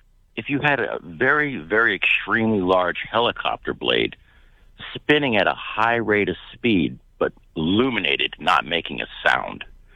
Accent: Sarasota, Florida, United States; I was 12 years old in 1976, growing up in Sarasota, Florida.

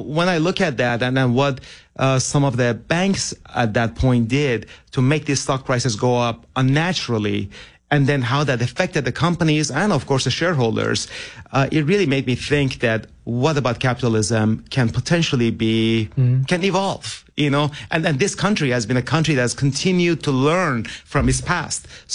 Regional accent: Iran; born or raised there; English is a second language

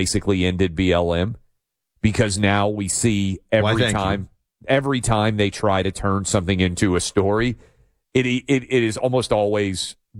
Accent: Tennessee, United States; My home state of Tennessee has just released a map

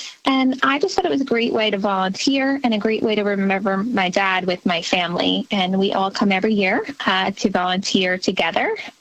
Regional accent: Long Island, New York, United States; I'm from Long Island, and I'm a wife and a mom of three girls, and I live just very close to Jones Beach

